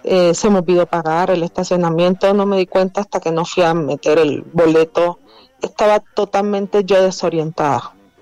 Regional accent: Cuba; moved away as an adult; now in Mexico

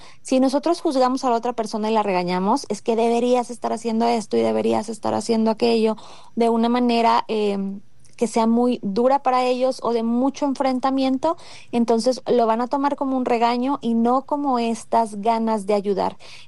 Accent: Mexico; Nosotros como mexicanos tenemos también esta cultura muy del alimento.

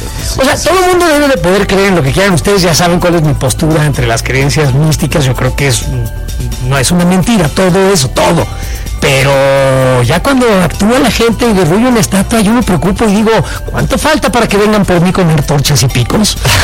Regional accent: Mexico City, Mexico; born or raised there

